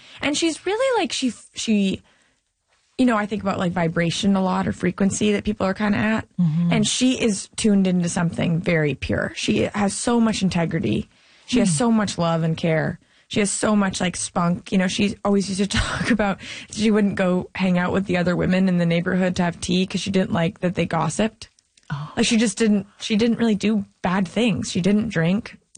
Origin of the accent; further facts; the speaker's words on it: Canada; I'm so grateful that I grew up comedically in Canada, because we really support each other.